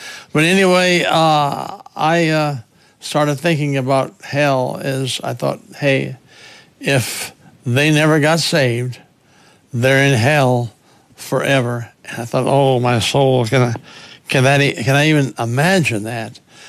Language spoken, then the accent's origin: English; South Dakota, United States; now in Texas, United States; On the broadcast today, I'll mention my home state, and that is South Dakota. And I use, when I pass out tracts here in Texas, I use the tract that I put together in South Dakota over 40 years ago.